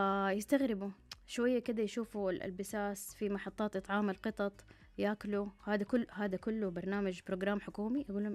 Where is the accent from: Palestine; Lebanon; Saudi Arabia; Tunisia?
Saudi Arabia; لكن اللي تشوفيه عندنا في السعودية ما تشوفيه في أي مكان تاني.